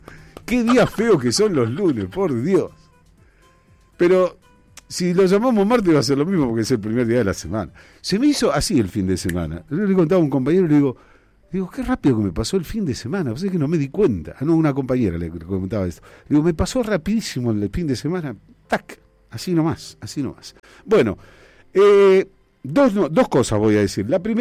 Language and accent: Spanish; Argentina; como argentino bien parido que soy